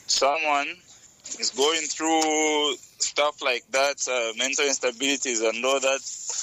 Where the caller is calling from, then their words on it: Lusaka, Lusaka Province, Zambia; from Matero.